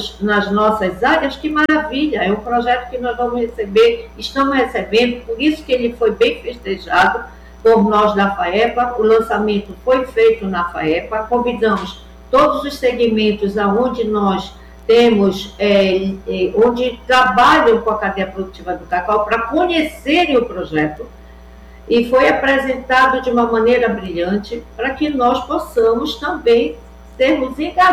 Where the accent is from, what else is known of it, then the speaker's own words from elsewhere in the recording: Amazon, Brazil; eu vou falar como amazônida